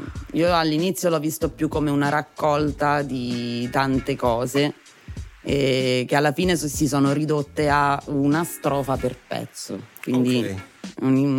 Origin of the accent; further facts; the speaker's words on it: Ascoli Piceno, Marche, Italy; vengo da Ascoli Piceno, sono una rapper e una beatmaker